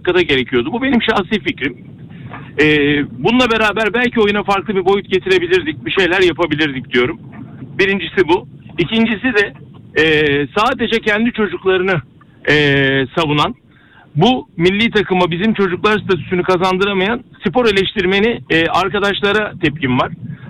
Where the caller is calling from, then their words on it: Istanbul, Turkey; 53 yaşındayım. İstanbul'dan arıyorum sizi.